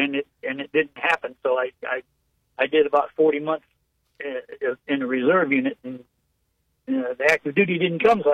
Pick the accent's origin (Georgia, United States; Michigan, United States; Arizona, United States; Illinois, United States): Illinois, United States; Chicago; No, I'm from Illinois. We've talked before. I'm from Chicago.